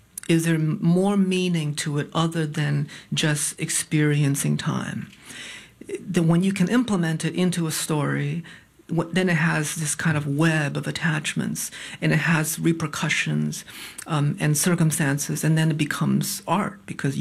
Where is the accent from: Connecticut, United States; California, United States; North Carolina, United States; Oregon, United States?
Connecticut, United States; moved away as an adult